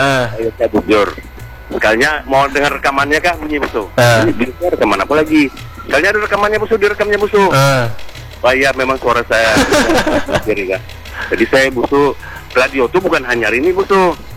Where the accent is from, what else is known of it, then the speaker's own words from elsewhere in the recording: North Sumatra, Indonesia; Dulu saya bukan. Saya dari Sumatera Utara.